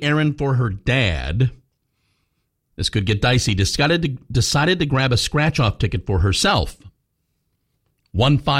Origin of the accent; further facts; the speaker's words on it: Philadelphia, Pennsylvania, United States; born there; I was born in Philadelphia. My parents lived in Camden, New Jersey